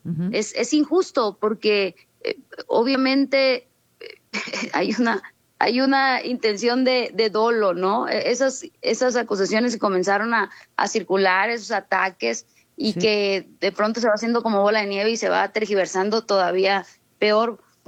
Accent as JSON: {"language": "Spanish", "region": "Sinaloa", "country": "Mexico"}